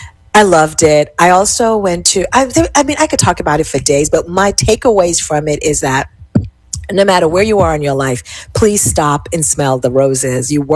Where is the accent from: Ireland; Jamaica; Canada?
Jamaica; I'm a Jamaican citizen. Like, I'm an American citizen, dual citizenship. But I said, I'm from Jamaica.